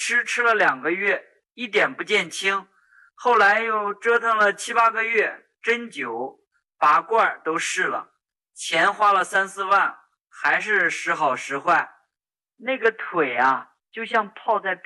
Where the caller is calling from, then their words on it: Shanxi, China; 我是山西人